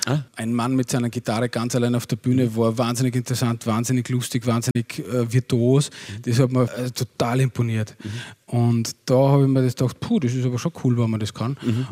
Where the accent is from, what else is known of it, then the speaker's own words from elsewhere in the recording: Upper Austria, Austria; also bei uns im Innviertel gibt es die Liedertafel.